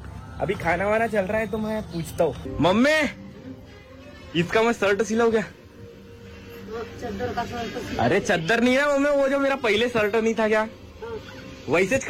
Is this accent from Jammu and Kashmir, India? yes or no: no; Maharashtra, India; मेरा गांव है कहाँ पे। तुमसर आना ठीक है, बालाघाट मत आना, तुमसर के पास में है। तुमसर से 28 किलोमीटर दूर है।